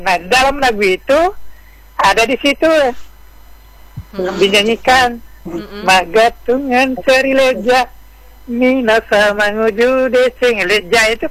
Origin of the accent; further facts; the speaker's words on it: Soppeng, South Sulawesi, Indonesia; born there; lagu daerah dari Kabupaten Softeng tempat kelahiran saya itu apa?